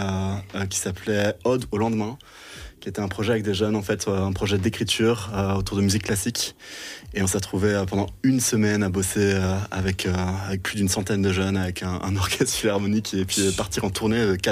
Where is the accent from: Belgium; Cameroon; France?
Belgium; Mons, Wallonia; En fait, moi je viens de Mons, je viens pas de Bruxelles, et donc j'ai bossé avec la classe de Mons.